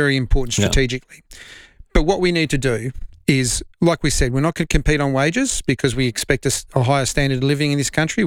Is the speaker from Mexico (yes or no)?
no; Australia; And I thank him very much as an Australian citizen.